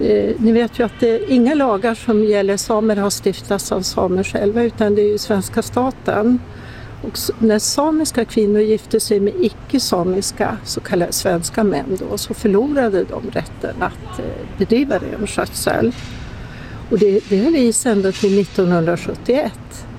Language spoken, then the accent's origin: Swedish; Lycksele, Västerbotten County, Sweden; moved away as an adult; now in Stockholm, Sweden; jag växte upp i Lycksele, och jag har ju alltid vetat att min släkt är samisk på pappas sida. Min farmor var från en renägande släkt. Hennes föräldrar var från Ranegran samebyar.